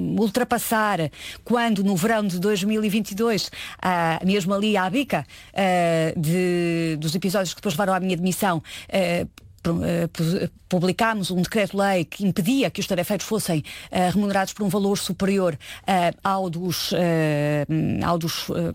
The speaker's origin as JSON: {"language": "Portuguese", "country": "Portugal", "said": "sou portuguesa"}